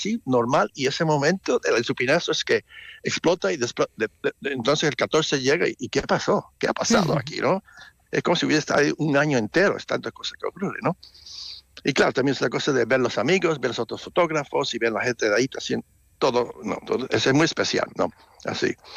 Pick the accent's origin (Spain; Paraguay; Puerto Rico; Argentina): Puerto Rico; now in Sweden; Yo fui criado en Puerto Rico, ahí tenían fiestas patronales, y para mí, como no vivo un sitio que tiene fiestas así